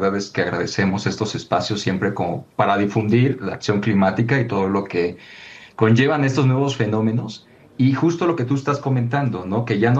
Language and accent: Spanish; Tabasco, Mexico; Yo soy de Tabasco